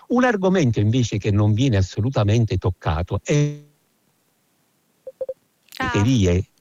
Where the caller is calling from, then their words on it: Naples, Campania, Italy; da Napoli.